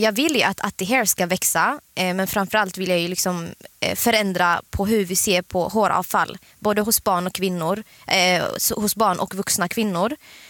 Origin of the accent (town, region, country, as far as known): Eritrea; now in Sweden